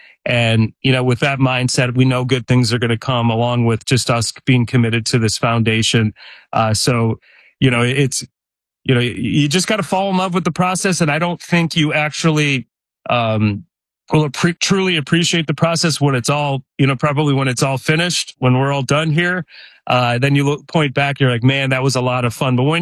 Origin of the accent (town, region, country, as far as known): Detroit, Michigan, United States; born or raised there